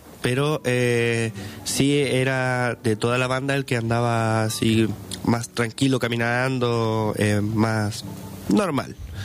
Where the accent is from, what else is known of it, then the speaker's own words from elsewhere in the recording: Chile; soy de Chile